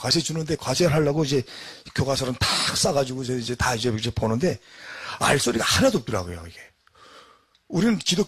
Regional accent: North Korea; now in South Korea

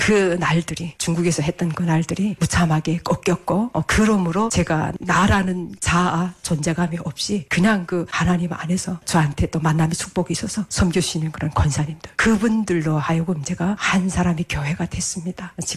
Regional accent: North Korea; now in South Korea; 제가 탈북한 지도 어전에 거의 20년을 가는데 제가 살았던 그 땅도 잊혀집니다.

